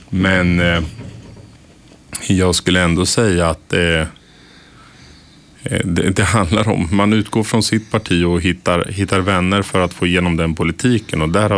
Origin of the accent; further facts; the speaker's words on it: Örebro, Örebro County, Sweden